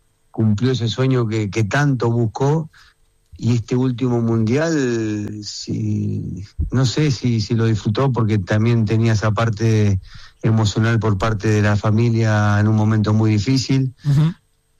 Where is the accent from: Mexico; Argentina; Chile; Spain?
Argentina; para nosotros que somos argentinos